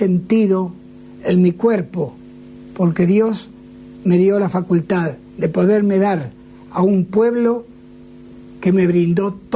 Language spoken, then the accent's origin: Spanish; Argentina; moved away; que a través de él pude conocer otros países tan hermosos como este, pero no tan querido para mí como mi Argentina.